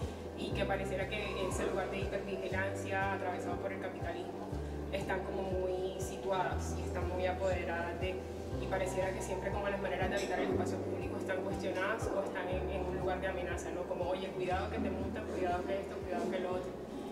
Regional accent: Cartagena, Bolívar, Colombia; Soy de Colombia, Cartagena, Colombia

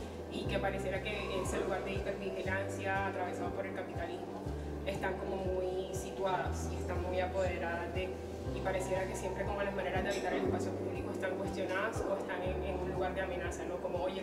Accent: Cartagena, Bolívar, Colombia; soy de Colombia, Cartagena, Colombia

